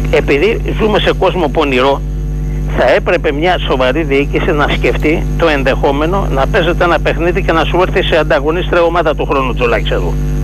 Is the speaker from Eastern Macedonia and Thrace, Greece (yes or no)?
no; Piraeus, Attica, Greece; από Πειραιά.